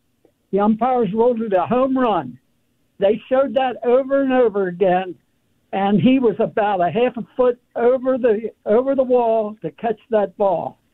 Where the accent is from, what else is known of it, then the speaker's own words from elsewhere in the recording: Baltimore, Maryland, United States; Hey, I'm from Baltimore, so I'm an Oral fan.